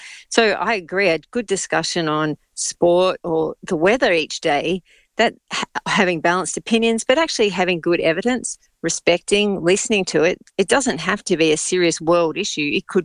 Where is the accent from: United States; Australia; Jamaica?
Australia